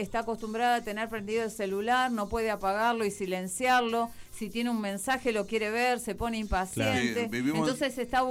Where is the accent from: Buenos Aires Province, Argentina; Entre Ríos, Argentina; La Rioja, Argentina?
Buenos Aires Province, Argentina; San Isidro; mis acotaciones sanisidrenses